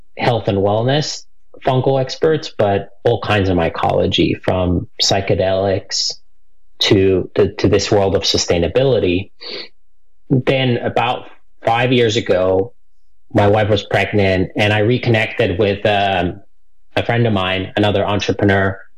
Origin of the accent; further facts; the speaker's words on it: Finland; So I grew up in Finland on a 13-generation family farm, and there I learned about human health from my mom